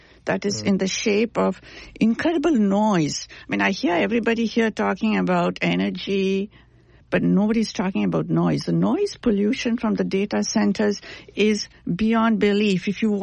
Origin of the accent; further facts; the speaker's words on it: India; moved away; I'm originally from India